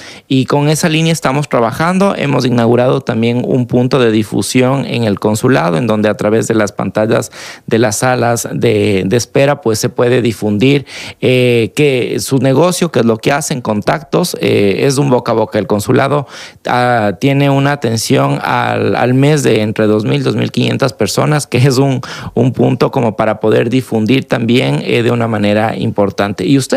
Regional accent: Ecuador; now in Spain; nosotros como ecuatorianos pues queremos siempre reconocer eso

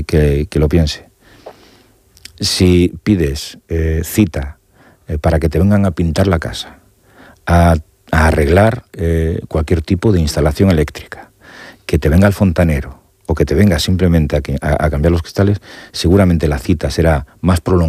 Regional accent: Vilagarcía de Arousa, Galicia, Spain; Me enorgullece decir que soy de Villagarcía de Arousa.

